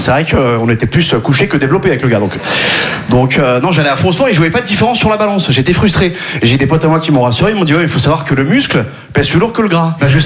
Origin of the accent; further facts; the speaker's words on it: Quimperlé, Brittany, France; là d'où je viens, à Quimperlé, on n'avait pas les sports cool. On n'avait pas basket, handfoot.